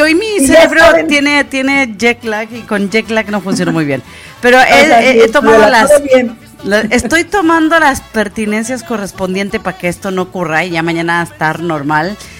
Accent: Mexico; Y digo aquí en México porque recuerden que yo soy también mexicana, así que no voy a dejar de decir lo que soy, por más que ande en mis otras tierras.

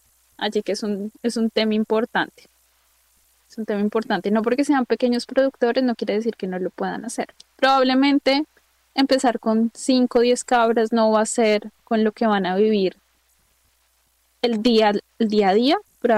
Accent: Colombia; Como colombianos a veces nos cuesta mirar esta parte, ¿sí?

